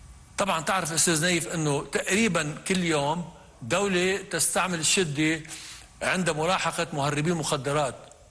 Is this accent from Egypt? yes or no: no; Lebanon; نحن كلنا كلبنانيين